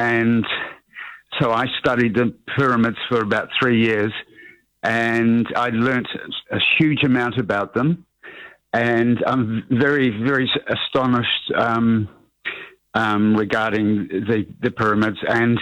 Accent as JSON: {"language": "English", "country": "New Zealand", "tie": "born there", "said": "I'm a Kiwi. I was born in this country"}